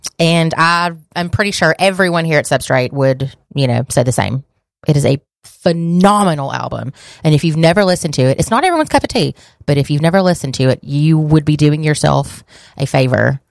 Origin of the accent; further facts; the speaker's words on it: Panama City, Florida, United States; born there; I was born in Panama City, Florida. And my dad, while we were living there in Panama City, Florida as a family